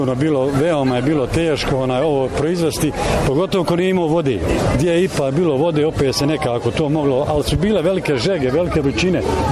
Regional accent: Podhum, Bosnia & Herzegovina; ja sam iz Podhuma, selo Podhuma.

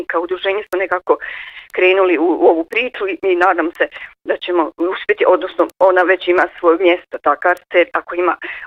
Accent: Bosnia & Herzegovina; samo kod nas u Bosni i Hercegovini postoji.

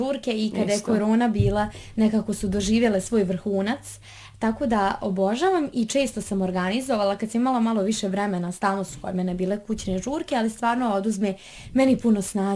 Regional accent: Banja Luka, Republika Srpska, Bosnia & Herzegovina; evo mi smo iz Banja Luke, sva četvoro

